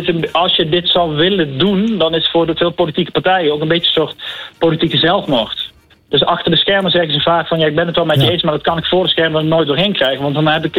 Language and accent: Dutch; Venray, Limburg, Netherlands; Ja, in het mooie pittoreske Limburgse dorpje waar ik ben opgegroeid.